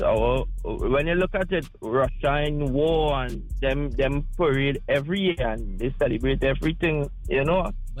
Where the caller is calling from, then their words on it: Trinidad & Tobago; as a Trinidadian